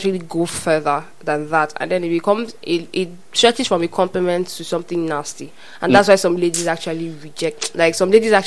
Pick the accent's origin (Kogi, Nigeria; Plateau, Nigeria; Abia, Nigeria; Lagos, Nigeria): Lagos, Nigeria; now in Calabar, Nigeria; Now, I was literally I came from Lagos. In case people don't realize, I didn't grow up here.